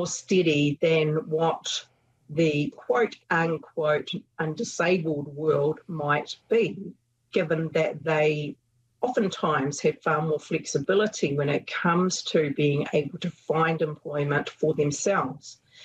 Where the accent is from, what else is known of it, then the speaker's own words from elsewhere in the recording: Taupō, Waikato, New Zealand; I managed to complete my schooling back at my home high school here in Taupō, and following that I spent a year in the States as an American field scholar, then came back home